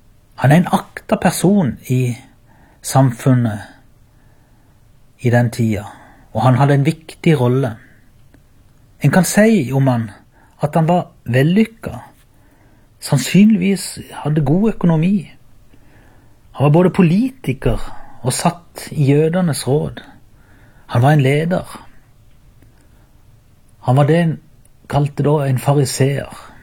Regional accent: Byremo, Agder, Norway

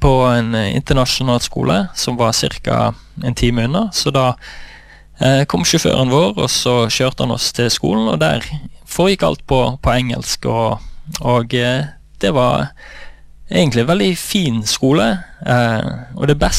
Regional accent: Oslo, Norway; born there; also born or lived in Indonesia / Singapore; Det jeg ble født I Oslo, og så valgte foreldrene mine å bli misjonærer, så de reiste ut til Indonesia. Og da hadde jeg første delen av barndommen min I Indonesia og Singapore da.

